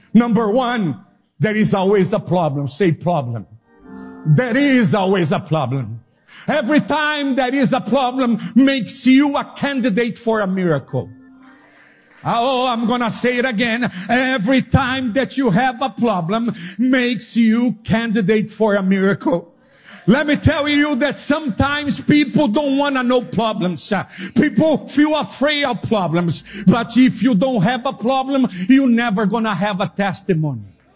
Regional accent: Alabama, United States; Be patient with my accent. I'm from Alabama.

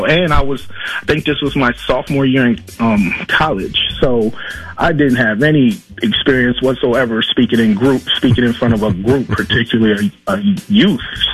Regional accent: Saint Paul, Minnesota, United States; I grew up in the Rondo community, played all my sports, if not all.

